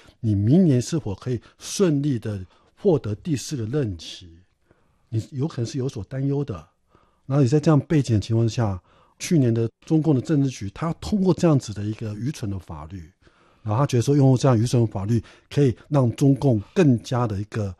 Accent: Taiwan

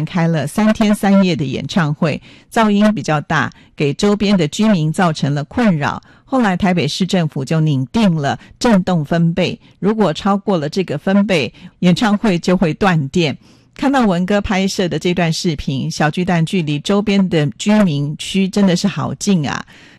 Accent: Zhejiang, China; moved away; 我家乡所在的浙北地区

